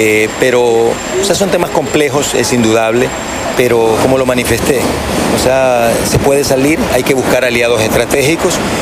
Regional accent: Quevedo, Los Ríos, Ecuador; Y nosotros somos de Quevedo, pero aparte de eso, vivimos en una ciudad maravillosa, en una ciudad que es un polo de desarrollo.

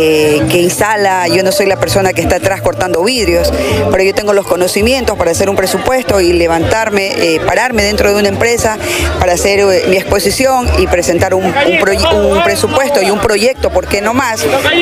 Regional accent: Quevedo, Los Ríos, Ecuador; also born or lived in Guayaquil; Yo tengo más o menos 25 años, he trabajado en Guayaquil y ahora estoy radicado en mi tierra, en Quevedo.

